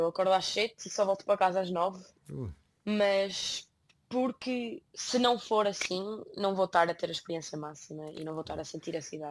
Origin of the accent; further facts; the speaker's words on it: Portugal; moved away; Eu nasci e cresci em Portugal, não é? E tenho família de lá.